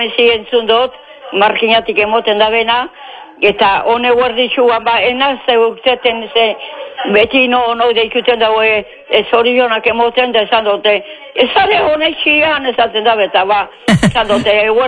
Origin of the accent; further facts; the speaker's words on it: Lekeitio, Basque Country, Spain; also born or lived in Bilbao; Leketxokoa, Leketxokoa. Leketxon bizi